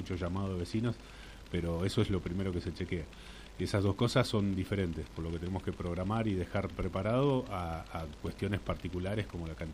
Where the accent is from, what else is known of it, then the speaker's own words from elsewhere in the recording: Junín de los Andes, Neuquén, Argentina; los que somos de Junín